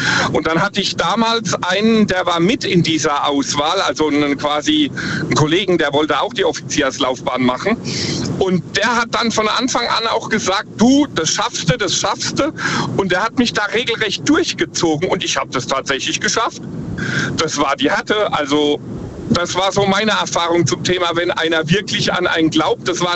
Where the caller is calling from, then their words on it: Ruppertsberg, Rhineland-Palatinate, Germany; Ich komme aus der Ecke Rupertsberg.